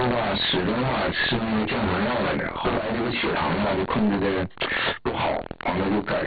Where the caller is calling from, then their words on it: Dalian, Liaoning, China; 我家是大连的。